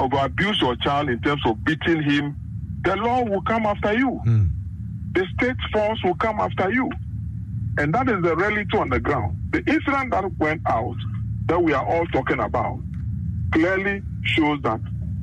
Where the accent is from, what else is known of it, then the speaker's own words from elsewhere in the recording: Ghana; So our position is that, first of all, as Ghanaian parents, we unequivocally condemn this act of violence